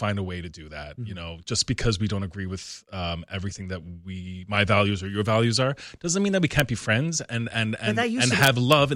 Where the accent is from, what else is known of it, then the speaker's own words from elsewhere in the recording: Newfoundland and Labrador, Canada; So with the cookies, I wanted my stores to feel like you're going to Nan's home. Yeah. I'm from Newfoundland.